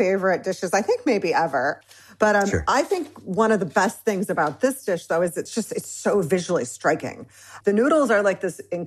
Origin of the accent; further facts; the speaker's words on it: Michigan, United States; Well, I'm from one end of these I'm Iranian American. I grew up in Michigan